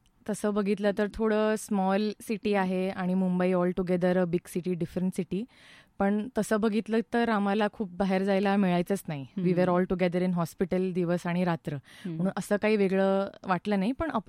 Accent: Ahilyanagar, Maharashtra, India; also born or lived in Loni / Nagpur / Mumbai; माझं बालपण, माझं शिक्षण 10वी-12वी नगरमध्येच झालं आहे.

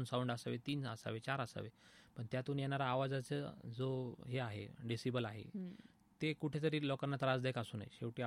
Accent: Ahmednagar, Maharashtra, India; suppose आपण नगरची लोकं पुण्याला जातो

